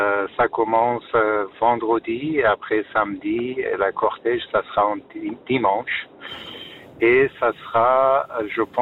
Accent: Iran; now in Lutry, Switzerland; En Suisse, parce que je viens d'un pays du Moyen-Orient, je viens de l'Iran.

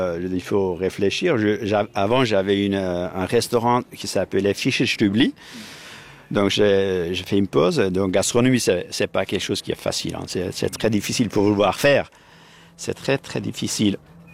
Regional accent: Kurdistan, Turkey; French is a second language; now in Switzerland; Je suis né, puis vécu en Kurdistan, en Turquie, puis venu ici avec mes saisons. Je ne parlais aucun langue ici.

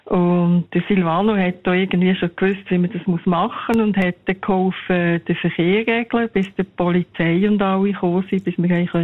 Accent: Zofingen, Aargau, Switzerland; nachher immer plötzlich wieder alle von der gleichen Stadt zusammen getroffen, also von Zofingen her, wo ich aufgewachsen bin.

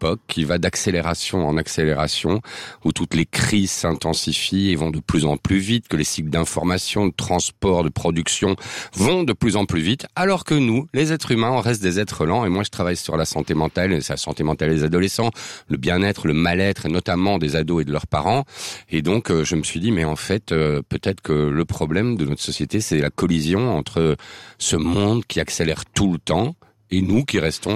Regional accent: Belgium; comme chez nous, comme on dit chez nous en Belgique

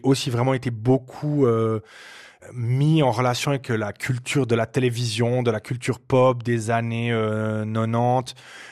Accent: Bern, Switzerland; born there; Et donc, ma maman a dû accoucher à l'hôpital de Lille à Berne. Et donc, je suis né à Berne.

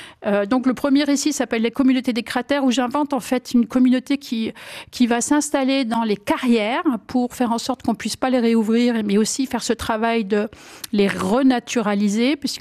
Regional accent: Grand Est, France; born there; Alors, je suis née dans la Marne, je suis née dans ce qu'on appelait la Champagne pouilleuse.

